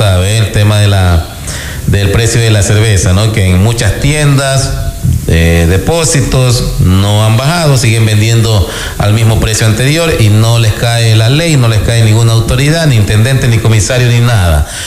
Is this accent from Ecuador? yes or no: yes; Ecuador; así somos buenos ecuatorianos.